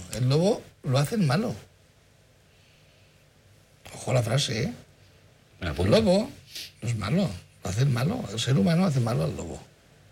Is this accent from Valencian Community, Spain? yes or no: yes; Onda, Valencian Community, Spain; Y yo, que soy de pueblo de Onda, allí de la montaña